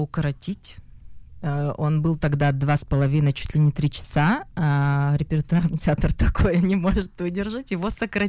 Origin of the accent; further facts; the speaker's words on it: Russia; accent: Russian; И во время театрального училища я даже пыталась исправить свой русский акцент.